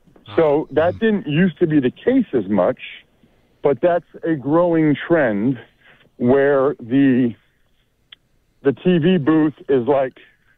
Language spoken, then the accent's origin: English; Reading, Pennsylvania, United States; I'm from Reading, Pennsylvania.